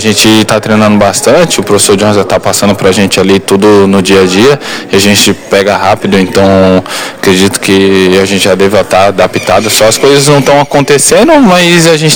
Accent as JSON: {"language": "Portuguese", "region": "São Paulo", "country": "Brazil", "moved": "as an adult", "lives_now": "Laranjeiras do Sul, Brazil", "said": "eu sou de São Paulo, né? Só que eu vim para Laranjeiras em 2019."}